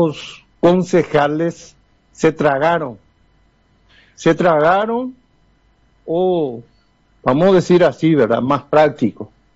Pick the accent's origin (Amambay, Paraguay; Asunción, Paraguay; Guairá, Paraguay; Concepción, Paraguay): Amambay, Paraguay; Pedro Juan Caballero; como buen pedrojuanino, como buen paraguayo